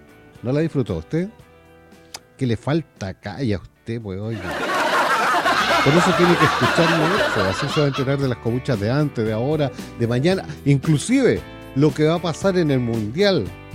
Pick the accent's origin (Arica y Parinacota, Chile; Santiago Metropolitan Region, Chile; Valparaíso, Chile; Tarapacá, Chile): Valparaíso, Chile; Limache; also born or lived in Quillota; yo nací en Quillota, me llevaron a Limache, me aceptaron en Limache, acá en Quillota no me aceptaban de guaguita. Yo nací en el Hospital San Martín.